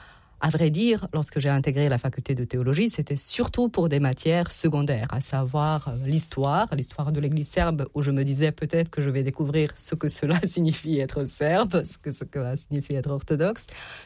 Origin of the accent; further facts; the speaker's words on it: Tuzla, Federation of Bosnia and Herzegovina, Bosnia & Herzegovina; French is a second language; moved away; parce que je suis née en Bosnie, c'était encore l'ex-Yougoslavie. Et mes parents...